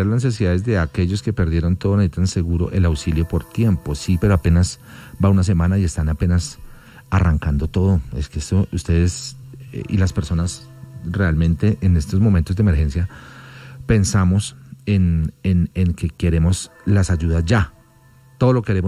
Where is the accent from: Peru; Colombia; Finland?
Colombia; aquí todos somos colombianos